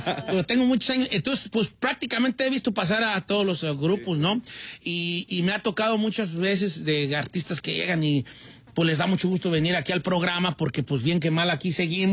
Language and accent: Spanish; Guanajuato, Mexico; Yo también soy de Guanajuato.